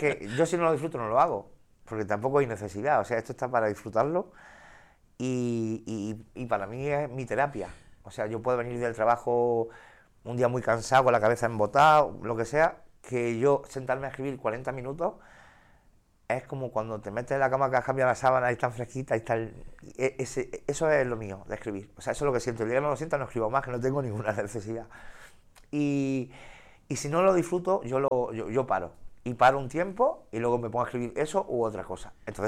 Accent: Navas de San Juan, Andalusia, Spain; also born or lived in Linares; yo soy de pueblo y yo soy de las Navas de San Juan

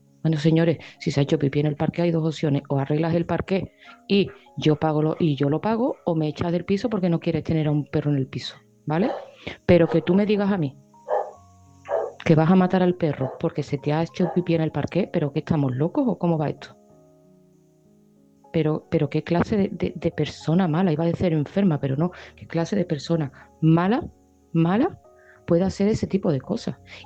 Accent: Seville, Andalusia, Spain; de Sevilla y este mensaje va para Mari Carmen.

